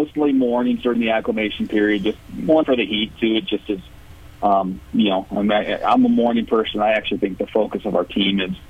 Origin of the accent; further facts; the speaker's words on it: Blair, Nebraska, United States; So I grew up in just outside of Omaha, town of Blair, Nebraska is my hometown. Still have family in that area, but this part of the country has always been, kind of where I've been.